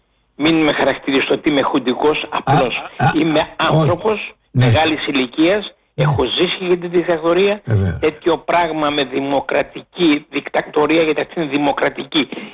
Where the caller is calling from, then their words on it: Attica, Greece; από τα Δυτικά Προάστια.